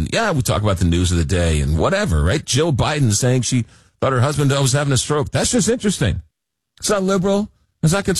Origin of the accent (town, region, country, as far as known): New York, United States